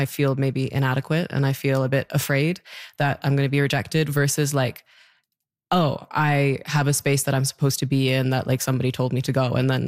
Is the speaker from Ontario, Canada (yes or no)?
no; Iqaluit, Nunavut, Canada; also born or lived in Newfoundland; well, no, I grew up there, and like I consider myself from Iqaluit. I consider myself from Nunavut, but I was born in Newfoundland.